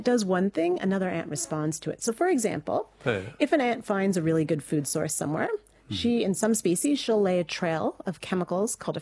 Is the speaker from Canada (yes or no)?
yes; Canada; moved away